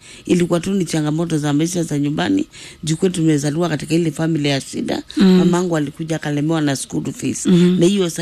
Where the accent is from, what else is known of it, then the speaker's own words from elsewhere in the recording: Machakos County, Kenya; born there; nimetoka upande wa Dodoma. Kuzaliwa kwangu ni upande wa Macha.